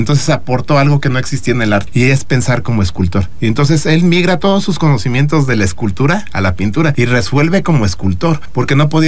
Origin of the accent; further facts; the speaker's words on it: Mexico City, Mexico; now in Querétaro, Mexico; yo soy de la Ciudad de México y pues ya tengo muchos años aquí en Querétaro. Tengo más años en Querétaro que en la Ciudad de México